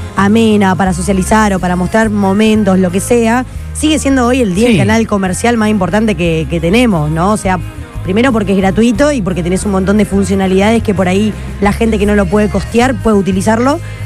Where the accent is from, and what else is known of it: Totoras, Santa Fe, Argentina; moved away